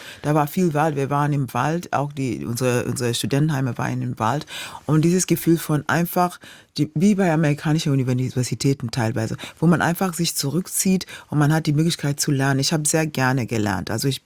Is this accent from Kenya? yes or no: yes; Kenya; German is a second language; moved away as an adult; now in Germany; Und ich komme an, direkt aus Kenia und stehe da mit meinem Koffer